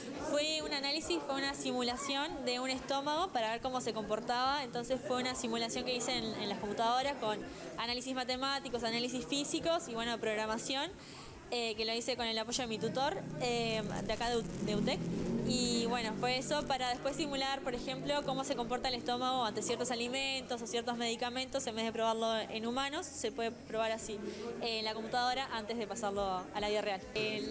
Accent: Artigas, Uruguay; moved away as an adult; now in Fray Bentos, Uruguay; Yo soy de Artigas

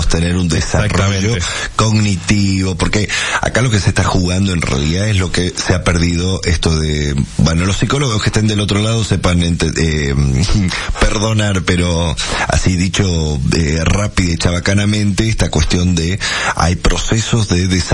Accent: Argentina

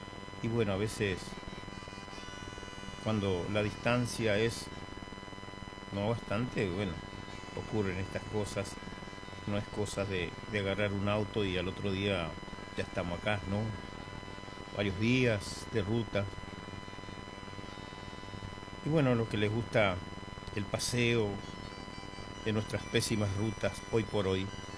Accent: Presidencia de la Plaza, Chaco, Argentina; moved away; a toda mi gente de mi pueblo, Presidencia de la Plaza, en el Chaco. Ahí tengo a mis parientes fuera

